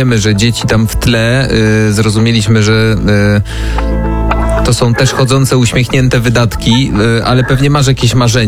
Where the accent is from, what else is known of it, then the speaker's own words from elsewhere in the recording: Kraków, Lesser Poland, Poland; Jesteśmy z Krakowa, potargujemy się odrobinę.